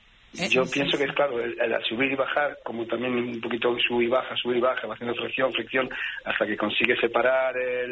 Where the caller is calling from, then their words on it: Madrid, Community of Madrid, Spain; De Madrid.